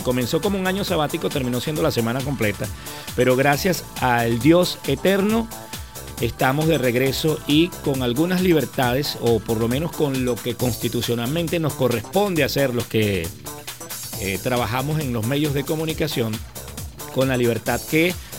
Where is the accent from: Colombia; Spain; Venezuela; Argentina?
Venezuela; como venezolanos y como gracitanos